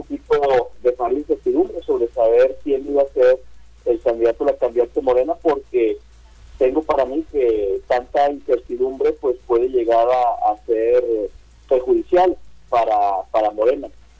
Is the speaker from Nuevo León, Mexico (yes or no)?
yes; Nuevo León, Mexico; No nada más por el hecho de que somos de Nuevo León, nos interesa el Estado